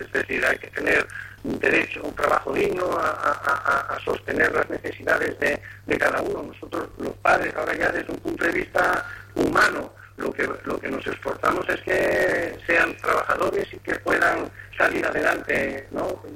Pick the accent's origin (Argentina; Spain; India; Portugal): Spain; Oviedo, Asturias; accent: Asturian; moved away as an adult; now in Las Palmas de Gran Canaria, Spain; Soy asturiano de Oviedo y llevo residiendo en Las Palmas de Gran Canaria, gracias a Dios, 20 años. Aquí tengo mi familia, aquí tengo mis hijos, aquí tengo mi trabajo y esta es ya mi tierra.